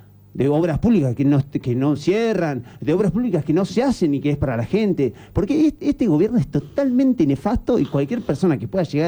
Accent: Argentina; si somos argentinos vamos a otro país y nos cobran.

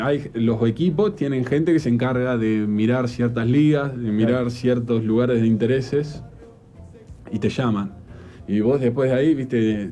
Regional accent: Ayacucho, Buenos Aires Province, Argentina; moved away; soy de Ayacucho

